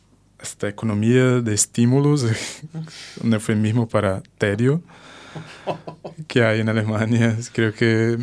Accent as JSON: {"language": "Spanish", "country": "Brazil", "tie": "born or raised there", "also_born_or_lived": "Portugal", "second_language": "Spanish", "moved": "as an adult", "said": "exactamente en un año, en agosto del año que viene, ese plan para estar en Brasil haciendo eso en mi ciudad natal."}